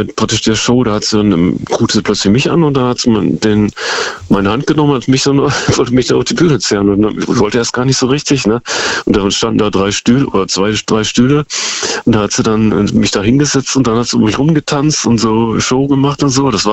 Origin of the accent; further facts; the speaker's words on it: Osnabrück, Lower Saxony, Germany; Das war nur, wo ich in Osnabrück, meiner Heimatstadt, gewohnt hatte, bei meinem Vater, der hat da noch gelebt.